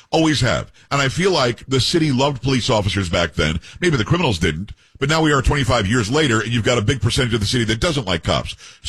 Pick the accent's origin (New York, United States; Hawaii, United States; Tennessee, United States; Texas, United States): New York, United States; Amityville; You know, I'm from Copeg. I'm from Amityville, is my hometown, but Copeg on the island is where I'm from.